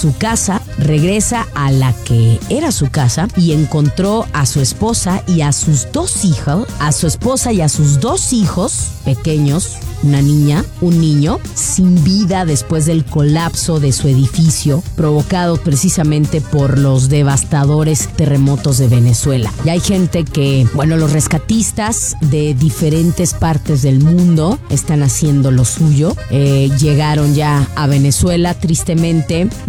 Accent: Mexico; su servidora, siendo mexicanos

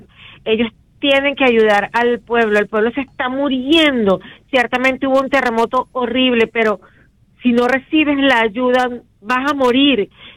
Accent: Venezuela; now in United States; Somos venezolanos, nos quitaron el TPS

